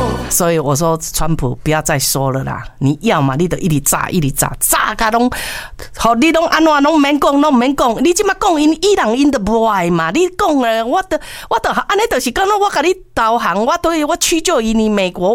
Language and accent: Chinese; Taiwan; 我们中国，我们是台湾的，